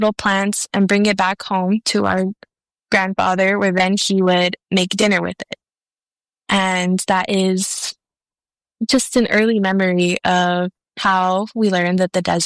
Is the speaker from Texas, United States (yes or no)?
no; Tucson, Arizona, United States; I come from the Pascua Yaqui tribe, barrio libre, and new pascua communities in Tucson, Arizona.